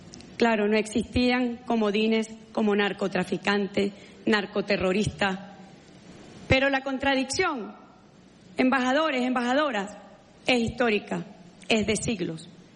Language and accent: Spanish; Venezuela; Esos somos los venezolanos y las venezolanas de bien.